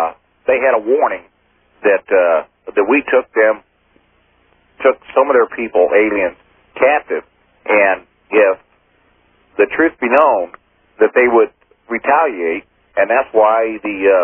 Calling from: Kansas City, Missouri, United States; Kansas City.

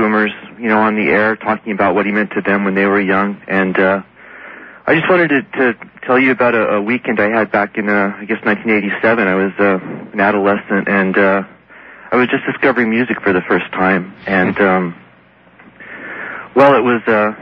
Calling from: San Antonio, Texas, United States; in San Antonio.

